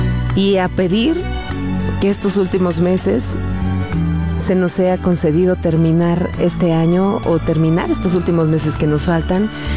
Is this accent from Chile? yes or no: no; Mexico